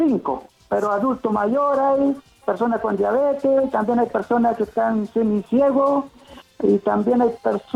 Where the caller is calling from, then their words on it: Chile; Yo estoy llamando de acá de Pilingüe.